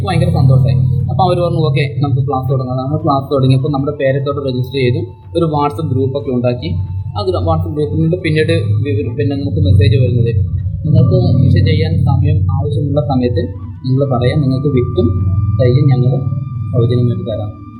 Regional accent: Kannur district, Kerala, India

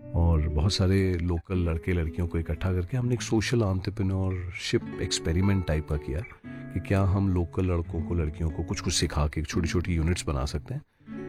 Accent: Dehradun, Uttarakhand, India; also born or lived in Delhi; मैं देहरादून में पला बड़ा, फिर दिल्ली कॉलेज करने गया क्योंकि दिल्ली सब जाते थे.

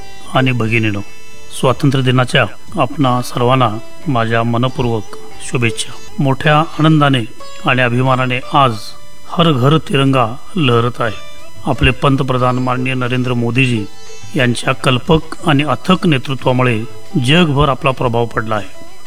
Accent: Manjari, Karnataka, India; कृष्णा नदीच्या काठावरील मांजरी हे त्यांचे गाव. मीही याच गावचा

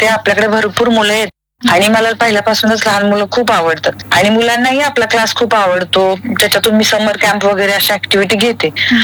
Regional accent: Vitthalapur, Maharashtra, India; now in Pune, India; मूळची मी मॅम सांगली जिल्ह्यामध्ये आटपाडी तालुक्यात विठलापूर म्हणून एक छोटस गाव आहे, ते माझं माहेर.

